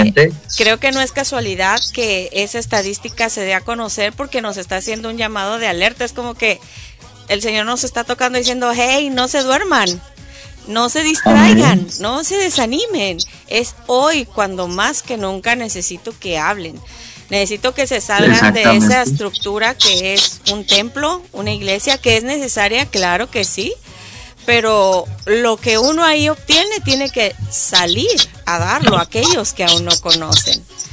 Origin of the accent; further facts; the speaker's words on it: Mexico; now in United States; yo soy mexicana, pero radico en este sí. país.